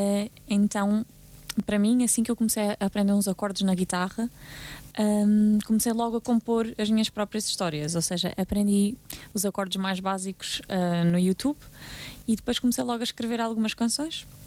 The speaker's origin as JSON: {"language": "Portuguese", "region": "Lisbon", "country": "Portugal", "tie": "born or raised there", "also_born_or_lived": "Porto", "said": "É verdade, nasci no Porto, grande parte da minha família vive no Porto e eu sinto-me sempre na minha gênese do Porto, mas eu vivo cá desde pequenina, que os meus pais vieram para cá trabalhar, então já vivo em Lisboa há mais tempo do que alguma vez vivi no Porto."}